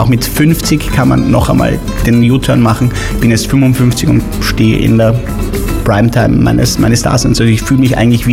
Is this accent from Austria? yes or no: yes; Austria; moved away; Also ich bin Österreicher